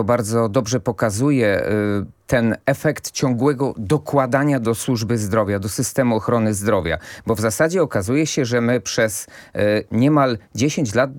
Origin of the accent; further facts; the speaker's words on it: Kraków, Lesser Poland, Poland; akurat z Krakowa, jestem z Krakowa